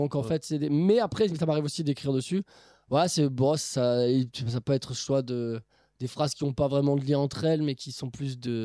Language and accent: French; Toulouse, Occitanie, France